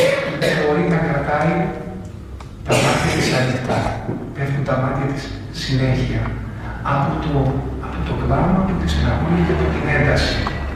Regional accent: Preveza, Epirus, Greece; moved away; βρέθηκα στην Πρέβεζα, στην ιδιαίτερη πατρίδα μου

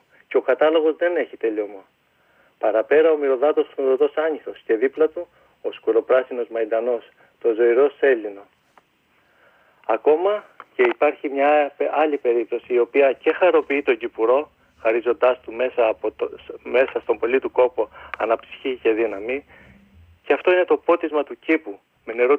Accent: Greece; moved away; από τα άγραφα από την πατρίδα μου

